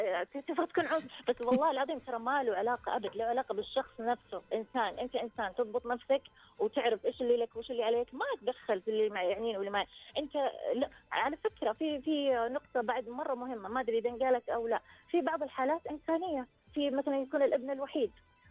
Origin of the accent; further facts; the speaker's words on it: Saudi Arabia; لان احنا كسعوديين كاسر سعوديه يعني الحمد لله مو محتاجين